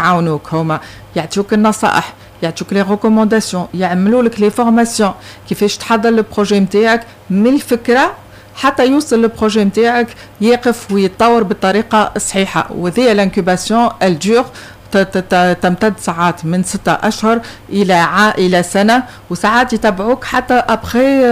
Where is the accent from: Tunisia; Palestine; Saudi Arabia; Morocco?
Tunisia; عندنا في تونس